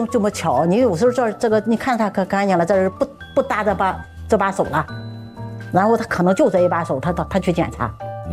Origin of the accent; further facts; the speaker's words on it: Shandong, China; moved away as an adult; now in Beijing, China; 我们是外地人，在北京考不了大学，孩子考不了大学，他是山东户口，只能上到初中、高中都得回老家。